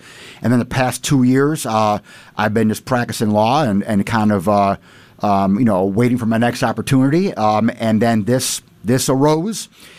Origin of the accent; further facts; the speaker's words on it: East Aurora, New York, United States; my father moved from South Buffalo to East Aurora when I was young. And I grew up in East Aurora, went to East Aurora High School